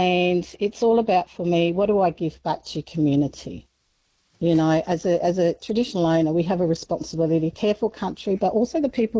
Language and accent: English; Darwin, Northern Territory, Australia; the reason why I decided to run was because I grew up in Rabbit Creek, Jingley.